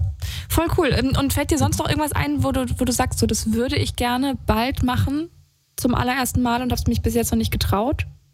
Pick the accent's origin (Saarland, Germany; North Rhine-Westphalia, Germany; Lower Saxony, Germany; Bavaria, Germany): Saarland, Germany; moved away as an adult; also born or lived in Austria / Croatia; now in Berlin, Germany; Und ich komme nicht aus Berlin, also ich komme eigentlich aus dem Saarland, der so ganz JWD. Und deswegen, und habe zwischendurch aber auch einfach mal ein halbes Jahr in Kroatien gewohnt